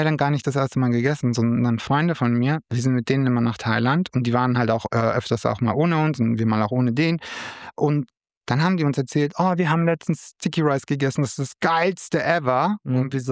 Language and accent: German; Rothenburg, Germany; Bei uns in Rothenburg, wo ich herkomme, da wird halt zu Weihnachten, ist dann überall so geschmückt, so mit Geschenkeboxen und alles.